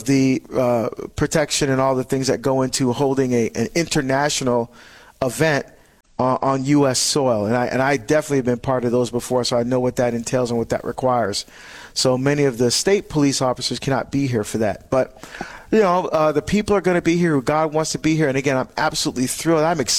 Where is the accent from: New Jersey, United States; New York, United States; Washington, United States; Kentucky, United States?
New Jersey, United States; Hillside; But I'm also home, my home state of New Jersey. This is where we immigrated to when we came to the United States. I lived in Hillside, New Jersey, and I grew up in Christ the King Parish.